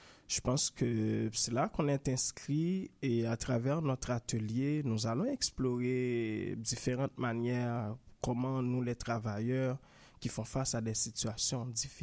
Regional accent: Haiti; puisque moi, en Haïti, je travaillais plus, je viens d'Haïti, en fait.

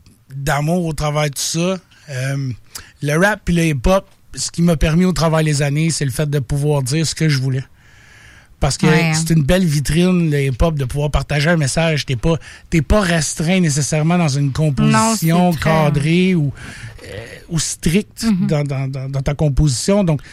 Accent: Quebec, Canada; J'étais un petit gars de la Rive-Sud, j'ai grandi dans un environnement musical

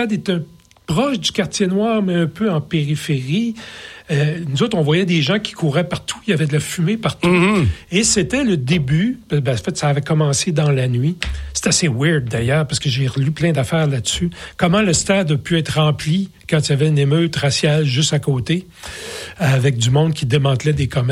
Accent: Quebec City, Quebec, Canada; Moi, j'ai grandi à Québec.

